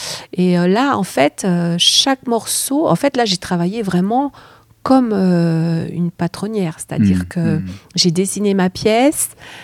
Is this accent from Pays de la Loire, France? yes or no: yes; Angers, Pays de la Loire, France; je connais bien la Loire, parce que je suis originaire de d'Angers.